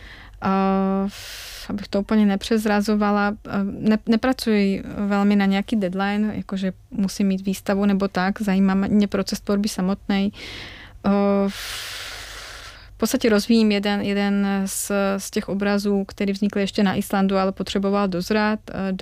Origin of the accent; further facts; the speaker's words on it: Slovakia; now in České Budějovice, Czechia; jsem ze Slovenska